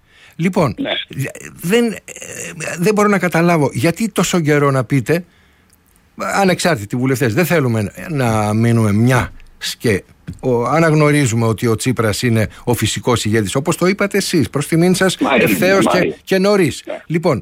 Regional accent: Western Greece, Greece; μιας και είμαστε και κοντοχωριανοί, εγώ είμαι απέκης, είμαι από την Ετώνα Καλανία

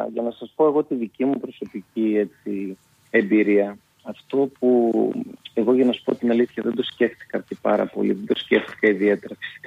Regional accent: Giannitsa, Central Macedonia, Greece; also born or lived in Hamburg, Germany / Thessaloniki; Η καταγωγή μου είναι από τα Γιάννησά του Μωμοπέλους. Έχω γεννηθεί εκεί πέρα, έχω ζήσει μέχρι 7 χρονών

